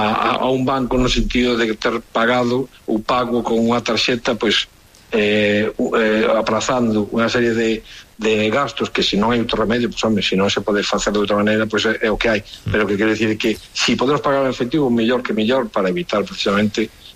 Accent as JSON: {"language": "Galician", "town": "Lugo", "region": "Galicia", "country": "Spain", "said": "como no caso meu, que son de Lugo, e aquí temos o San Froilán"}